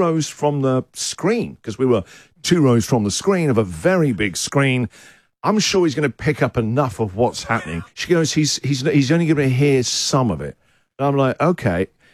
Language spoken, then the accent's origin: English; England, United Kingdom; moved away as an adult; now in Australia; I am becoming Australian. I have an Australian passport, but there are certain characteristics and behaviour. You can't deny your DNA and where you were raised. I am an Englishman